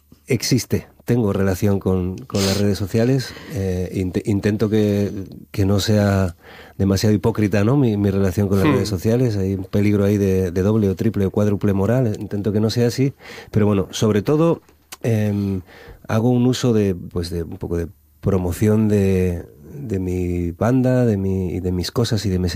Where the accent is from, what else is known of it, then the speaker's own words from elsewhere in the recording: Piñera, Asturias, Spain; Es como, sí, somos de Llanera, pero yo realmente soy de Piñera, ¿no?